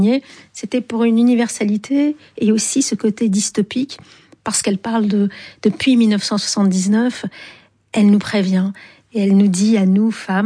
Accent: Algiers, Algiers Province, Algeria; je sais qu'à chaque fois on me raccorde à l'Algérie parce que j'ai grandi à Alger, qui était un pays très viril, masculin.

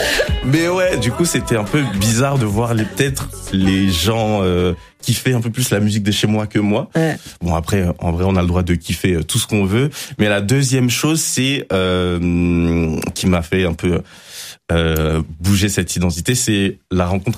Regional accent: Niger; Ah non, pas du tout. Je dis, je suis nigérien.

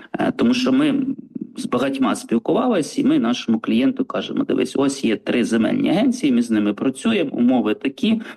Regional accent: Podillia, Ukraine; І я з родом з Поділля

